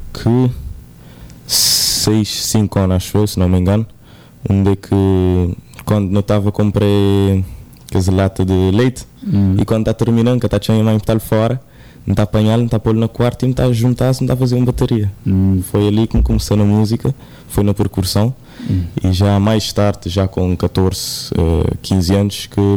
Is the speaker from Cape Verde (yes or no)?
yes; Sal, Cape Verde; Nunca nasci ali, nasci na São Sendo, mas criei toda a minha vida ali na sala. Então estou a considerar a mim mesmo um salgadinho pouco.